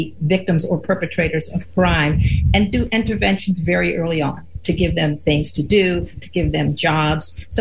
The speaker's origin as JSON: {"language": "English", "town": "Baltimore", "region": "Maryland", "country": "United States", "tie": "born or raised there", "said": "the mayor of Baltimore, my hometown, Brandon Scott"}